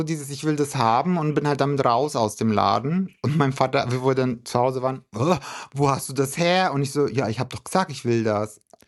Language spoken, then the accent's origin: German; Rothenburg ob der Tauber, Bavaria, Germany; Ich glaube, so einen Albtraum hatte ich bei uns in Rotenburg, ob der Taube, also wo ich herkomme, ursprünglich.